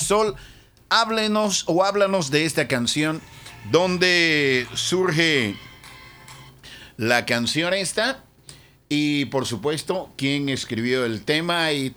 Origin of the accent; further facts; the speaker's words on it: Almirante, Bocas del Toro, Panama; Yo soy la de Almirante.